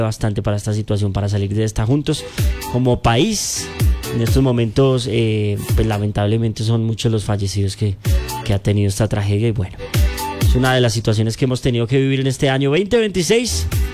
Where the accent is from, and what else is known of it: Colombia